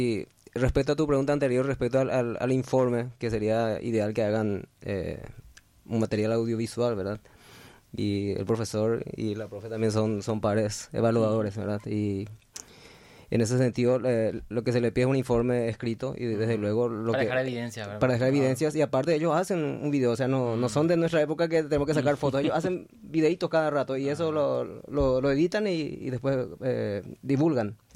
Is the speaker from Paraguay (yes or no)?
yes; Capiatá, Central, Paraguay; now in Ciudad del Este, Paraguay; yo soy de Capiatá, pero hace más de 40 años que vivo en Ciudad del Este.